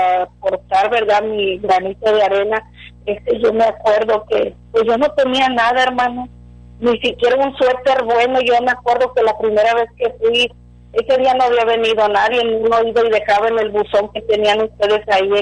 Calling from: Matamoros, Tamaulipas, Mexico; De Matamoros, hermano.

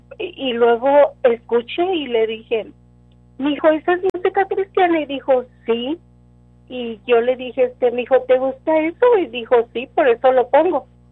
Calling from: Del Rio, Texas, United States; de aquí, del río Texas.

